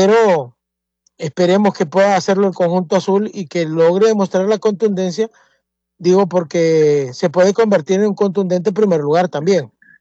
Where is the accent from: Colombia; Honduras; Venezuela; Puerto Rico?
Honduras